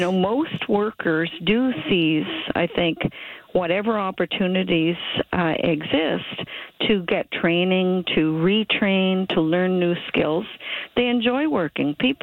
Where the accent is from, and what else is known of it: Ontario, Canada; born or raised there; also born or lived in Toronto